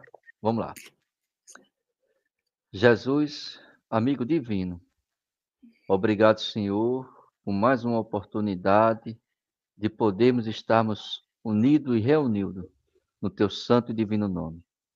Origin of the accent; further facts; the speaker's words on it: Recife, Pernambuco, Brazil; sou de Recife, Pernambuco, Brasil.